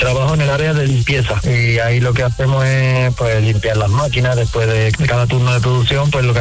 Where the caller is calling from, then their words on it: Cantillana, Andalusia, Spain; Yo vivo en Cantillana ahora mismo, sí.